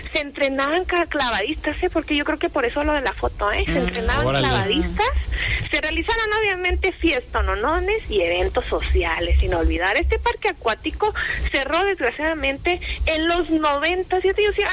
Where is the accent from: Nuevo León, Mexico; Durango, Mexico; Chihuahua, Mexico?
Chihuahua, Mexico; quienes crecimos en Chihuahua